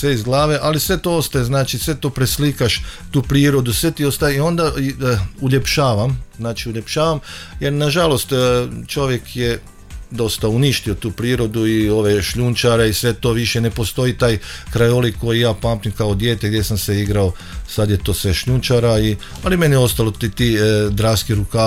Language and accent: Croatian; Gabajeva Greda, Koprivnica-Križevci County, Croatia; rođen sam u Gabajevoj Gredi 68. godine, općina Hlebine, i kako se kaže, gdje sam rođen, evo tu i živim, u Podravini.